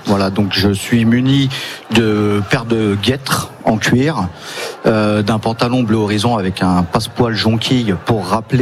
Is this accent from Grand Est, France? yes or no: yes; Mourmelon-le-Grand, Grand Est, France; Donc on vient de Mourmelon-le-Grand dans la Marne, donc à une 140aine de kilomètres d'Albert.